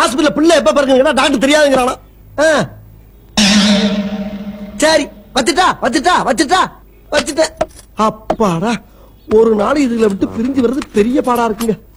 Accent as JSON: {"language": "Tamil", "town": "Kanadukathan", "region": "Tamil Nadu", "country": "India", "said": "காரக்குடி பக்கத்துல காணாடு காத்தா."}